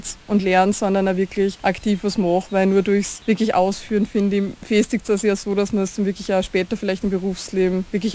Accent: Hallstatt, Upper Austria, Austria; moved away as an adult; now in Vienna, Austria; ich bin eben da aufgewachsen in Hallstatt und bin dann aber eben zum Studieren nach Wien gegangen

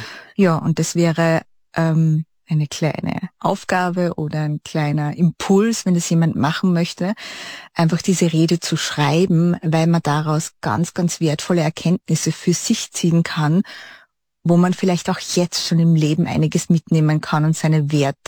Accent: Styria, Austria; ich bin ja schon aus so Grazer Gegend, das ist ja fast schon ein bisschen südlich.

